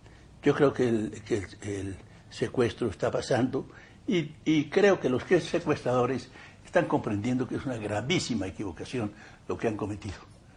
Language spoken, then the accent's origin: Spanish; Cúcuta, Norte de Santander, Colombia